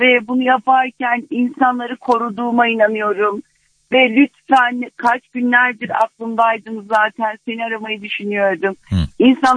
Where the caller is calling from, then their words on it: Diyarbakır, Diyarbakır Province, Turkey; Diyarbakır'dan arıyorum.